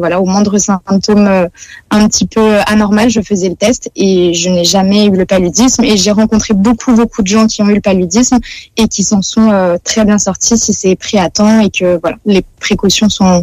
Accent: France; Nous, en tant que Français, on a la chance de pouvoir partir avec un traitement préventif

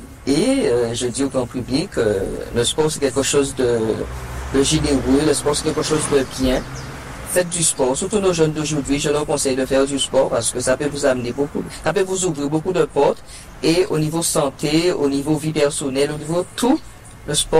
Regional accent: Guadeloupe; born there

